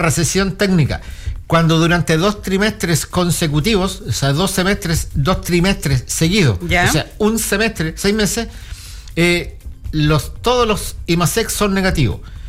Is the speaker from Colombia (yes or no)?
no; Chillán, Ñuble, Chile; born there; moved away; todavía tengo algunos restos de mi familia en Chillán, de donde yo nací